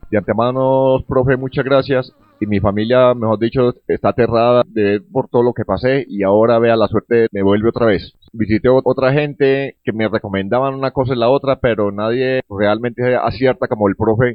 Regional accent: Riosucio, Colombia; Sí, profe, yo soy de Río Sucio. Tenía yo mi hogar, tenía unos negocios, entre ellos una residencia.

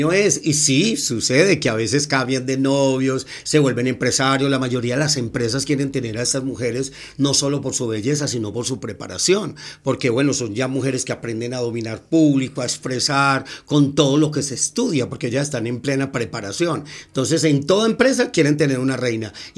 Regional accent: Medellín, Antioquia, Colombia; born there; also born or lived in Yarumal; Yo nací en Medellín, pero amo Yarumal.

